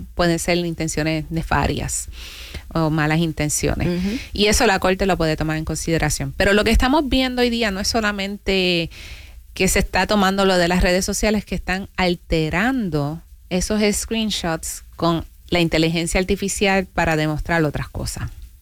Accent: Puerto Rico; now in Pinellas County, United States; Soy la primera abogada puertorriqueña en el condado de Pinellas y Pasco County

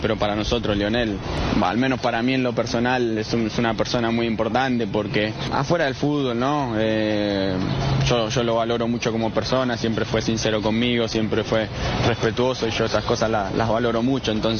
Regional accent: Argentina; Nosotros como argentinos además tenemos esa cuotita

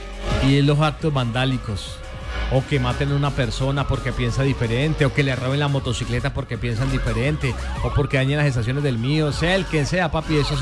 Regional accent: Colombia; los que chupamos somos nosotros, los colombianos.

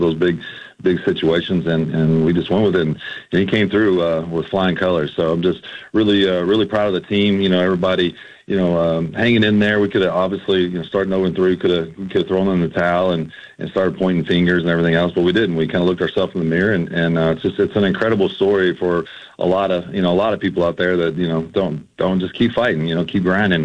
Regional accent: Louisville, Kentucky, United States; So I grew up in Louisville, so if I win or I lose, I'm still going to live in that city.

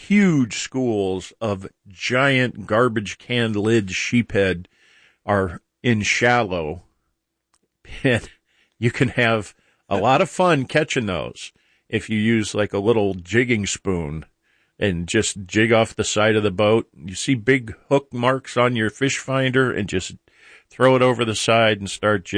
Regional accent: Akron, Ohio, United States; born there; was born in Akron.

